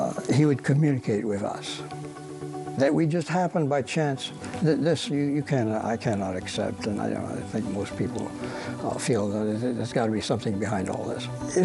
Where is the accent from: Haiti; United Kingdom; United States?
Haiti; moved away; also born or lived in Switzerland / France; I was born in Switzerland, grew up there for a few years, went to France for 1 year, and then went to Haiti, where I spent most of my young childhood and mid-years of youth there.